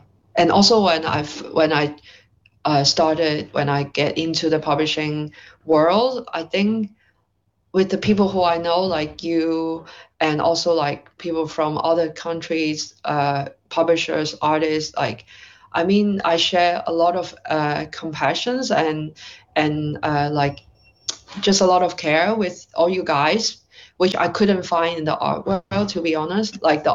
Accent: Hong Kong; English is a second language; I am someone from Hong Kong. And so, like, a place which you came from represents certain things, right?

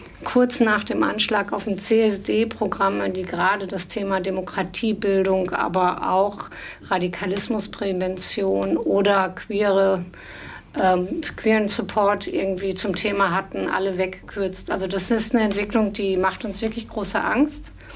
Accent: West Germany, Germany; ich bin in Westdeutschland groß geworden und für mich war, also meine Eltern waren auch eher sehr links

